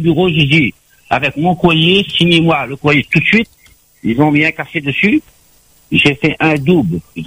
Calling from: Saint-André, Réunion; de Saint-André.

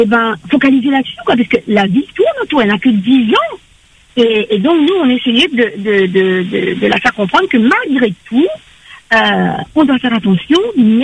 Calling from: Saint-Louis, Réunion; Là, je suis à Saint-Louis.

